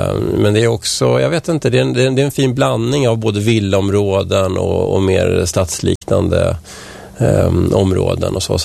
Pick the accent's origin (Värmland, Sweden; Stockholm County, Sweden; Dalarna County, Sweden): Stockholm County, Sweden; Vällingby; also born or lived in Strängnäs; now in Nacka, Sweden